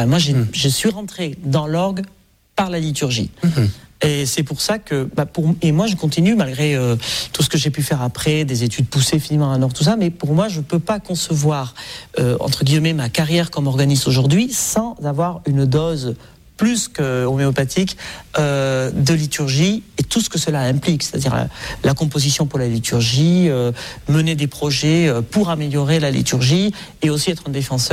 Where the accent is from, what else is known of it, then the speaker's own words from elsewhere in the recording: Nouvelle-Aquitaine, France; il y a 36 ans, je suis né donc au Pays Basque, dans le village d'Ayer, qui est à peu près à 20 minutes de Bayonne.